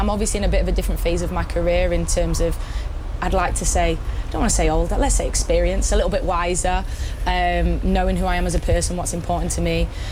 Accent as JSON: {"language": "English", "region": "England", "country": "United Kingdom", "moved": "yes", "said": "Obviously, I'm English"}